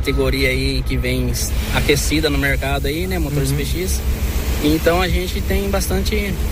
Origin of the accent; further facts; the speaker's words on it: Lençóis Paulista, São Paulo, Brazil; Eu sou de Lençóis Paulista